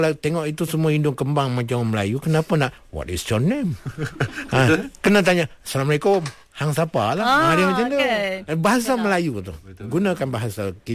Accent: Kedah, Malaysia; Saya orang Kedah.

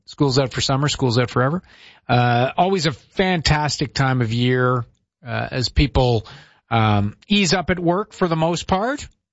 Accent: Ottawa, Ontario, Canada; Right here in my hometown right now is, of course, Ottawa, has been since 2006.

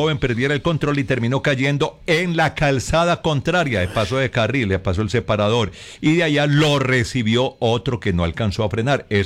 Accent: Concordia, Antioquia, Colombia; Concordia, mi tierrita

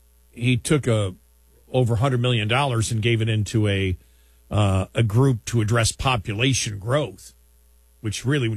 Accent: Buffalo, New York, United States; accent: Buffalo; But people would say, you can't be from New York. You don't have the accent. I'm from Buffalo. I have a Buffalo accent.

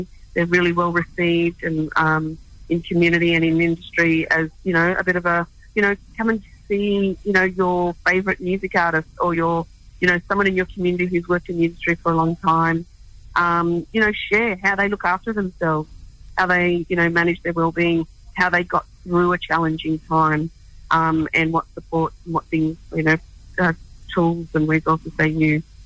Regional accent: Alice Springs, Northern Territory, Australia; born and bred in Bantwa, Alice Springs, Central Australia. My mother's side is Pradam country, out in the country, up in the Central Desert there. And then father's side is Murning, down on the far west coast of South Australia.

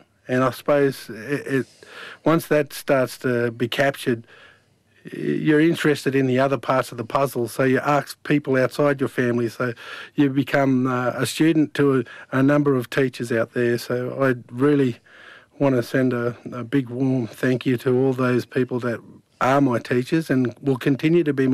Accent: Walgett, New South Wales, Australia; born there; also born or lived in Dubbo; I grew up in Walgett, New South Wales. It's right up in the corner country on near the border of Queensland and New South Wales, sort of halfway across that great expanse of that border in the north.

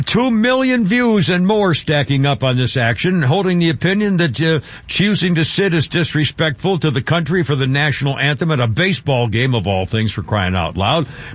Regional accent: New England, United States; I was born and raised in New England in the Northeast

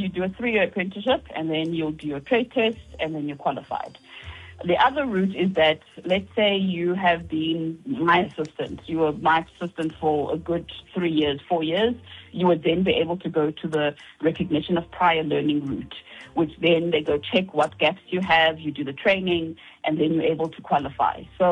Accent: Butterworth, Eastern Cape, South Africa; born there; moved away; I was born in Butterworth Hospital.

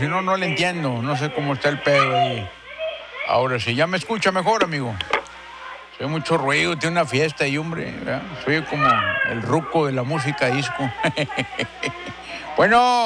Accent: Linares, Nuevo León, Mexico; Yo soy de Linares, oiga.

